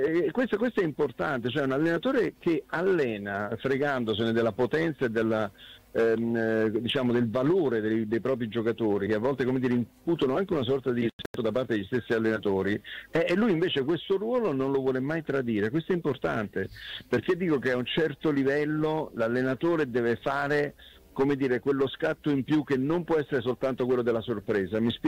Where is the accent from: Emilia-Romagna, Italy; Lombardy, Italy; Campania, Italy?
Campania, Italy; Naples; io napoletano